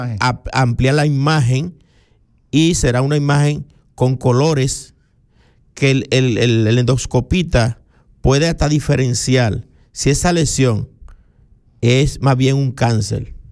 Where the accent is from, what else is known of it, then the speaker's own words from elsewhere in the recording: Barahona, Dominican Republic; moved away; yo soy de aquí, de Pescadería